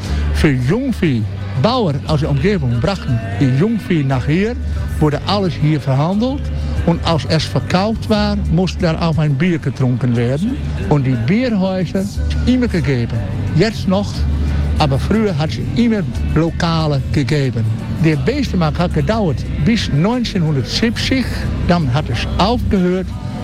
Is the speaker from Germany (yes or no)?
no; Netherlands